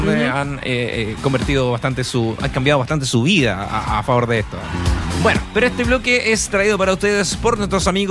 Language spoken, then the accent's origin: Spanish; Talca, Maule, Chile; ¿Cómo voy a hacer freezer? Soy de Talca.